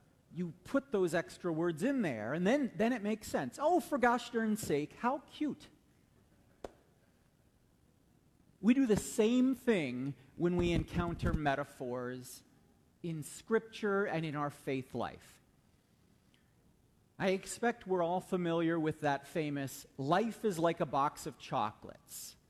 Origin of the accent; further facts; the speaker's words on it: Ohio, United States; I grew up in Ohio, and my wife grew up in North Dakota.